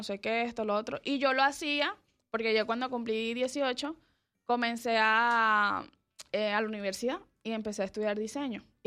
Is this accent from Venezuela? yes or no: yes; Guatire, Miranda, Venezuela; moved away as an adult; now in Panama; nosotros somos de Caracas, de un área que se llama Guatire, que es como a 2 horas de Caracas.